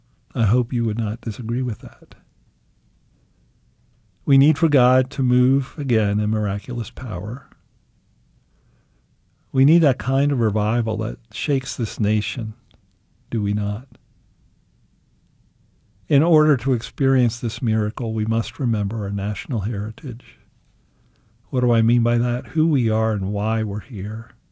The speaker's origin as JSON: {"language": "English", "area": "Bucks County", "region": "Pennsylvania", "country": "United States", "tie": "born or raised there", "said": "And I grew up in Bucks County, and Bucks County is lower part of Bucks County is where Washington's Crossing is in the Delaware."}